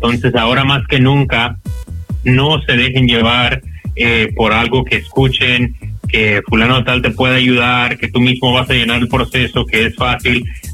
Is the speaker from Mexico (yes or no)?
yes; Mexico; como todo mexicano, ¿verdad?